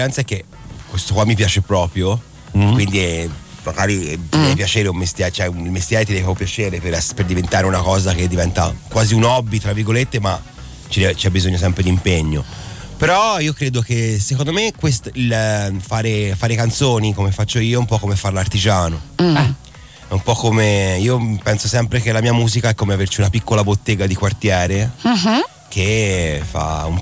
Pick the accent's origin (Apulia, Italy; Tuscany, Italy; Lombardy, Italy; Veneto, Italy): Tuscany, Italy; Livorno; Sono di Livorno, abito davanti al mare